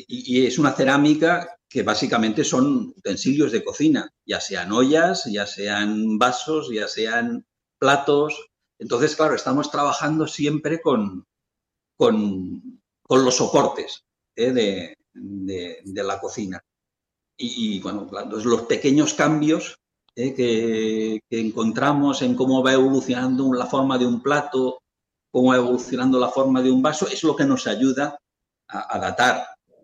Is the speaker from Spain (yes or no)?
yes; Lleida, Catalonia, Spain; una excavación cerca de Lleida, que es de donde yo soy.